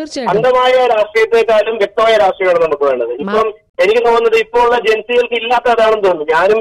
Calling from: Erattupetta, Kerala, India; ഞാൻ നാട്ടിൽ ഈരാറ്റുപേട്ട, കോട്ടയം.

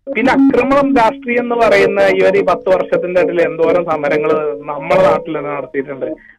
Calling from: Mankada, Kerala, India

